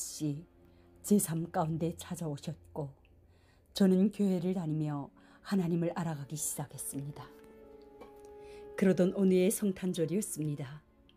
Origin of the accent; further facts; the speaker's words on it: Gyeongwon, North Hamgyong, North Korea; born there; moved away; 저는 북한 함경북도 경원군에서 태어나 어린 나이에 어머니와 두 언니를 잃고 가족의 생계를 책임져야 했습니다. 가족을 살리기 위해 중국으로 갔지만